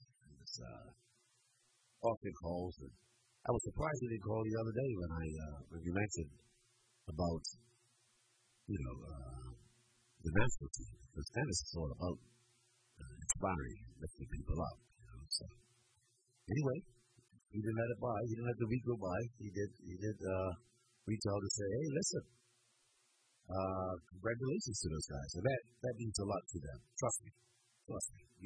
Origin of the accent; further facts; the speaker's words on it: Bermuda; We don't do this in Bermuda.